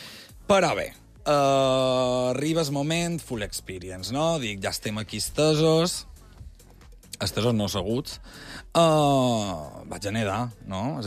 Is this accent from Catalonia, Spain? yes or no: no; Balearic Islands, Spain; a mi com a mallorquí